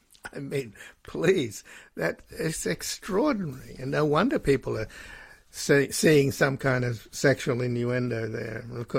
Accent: Australia; Since I come from Australia, we had something in common.

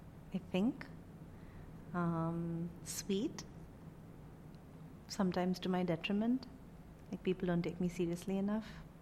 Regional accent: Mumbai, Maharashtra, India; I'm originally from Bombay, India. I have received a lot of comments about my voice, especially in the West. I have never received a comment about my voice back home.

